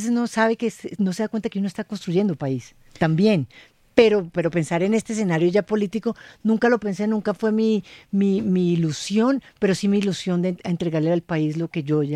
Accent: Bogotá, Colombia; also born or lived in Manizales; tengo doble nacionalidad porque nací en Manizales, pero soy criada en Bogotá.

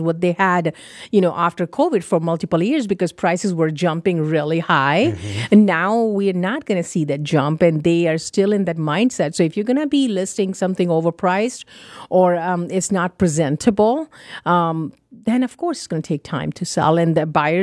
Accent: England, United Kingdom; moved away; Yeah, we are, the reason I love here, I moved here from England, is the community.

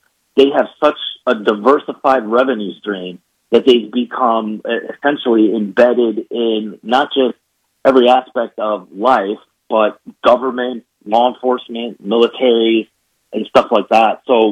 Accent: New York, United States; I grew up in the New York public school system

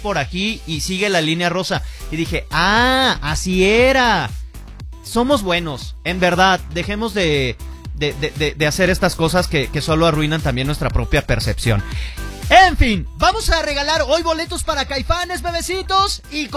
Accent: Mexico

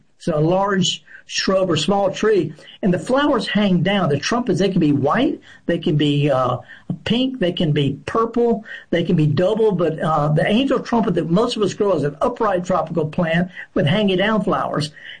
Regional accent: Mississippi, United States; If you're in Mississippi in the summertime, I'm from the Delta

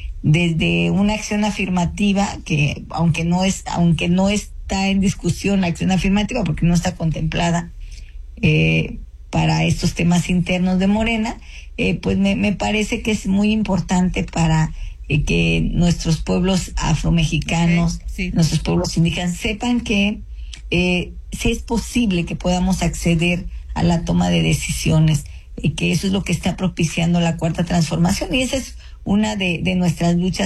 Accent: Guerrero, Mexico; yo soy parte del pueblo afromexicano, soy de la Costa Chica de Guerrero.

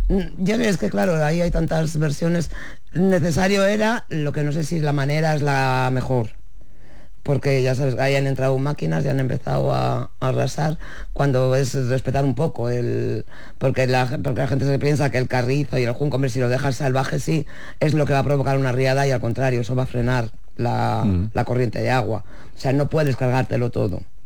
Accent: Castile and León, Spain; aunque somos castellanos y celebramos Villalar.

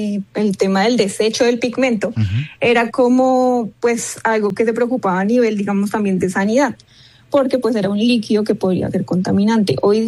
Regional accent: Colombia; Sí, mira, la verdad siento que como industria y pues como orgullosamente colombiana, me emociona mucho porque la cultura a nivel Colombia es muy fuerte.

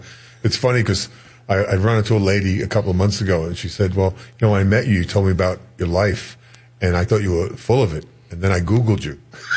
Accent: New York City, New York, United States; now in Carmel, United States; I was a young Irish kid from the Bronx.

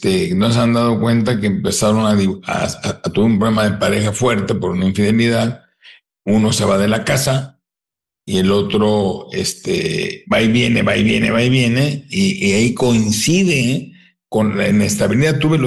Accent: Tijuana, Baja California, Mexico; also born or lived in San Diego, United States; Tijuana, San Diego siempre viví de chico, ¿no?

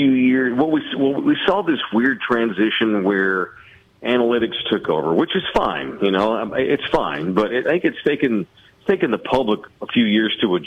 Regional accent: Texas, United States; I'm from Texas, so I guess I was born on the bandwagon.

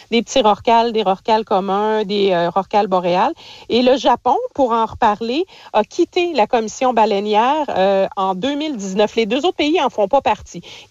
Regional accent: Canada; Et chez nous, au Canada, ça reste sur la liste des espèces en péril.

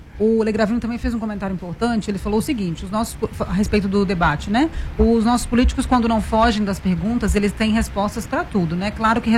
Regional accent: Minas Gerais, Brazil; accent: Triângulo Mineiro; Pare de zoar o meu sotaque do Triângulo Mineiro, tá?

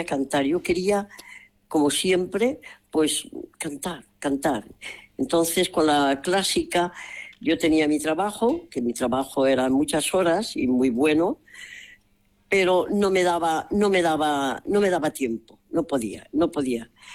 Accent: Beteta, Castilla-La Mancha, Spain; Sí, hombre, claro, claro, estoy en Beteta, mi pueblo, mi tierra, mi pueblo que me vio nacer y aquí estamos.

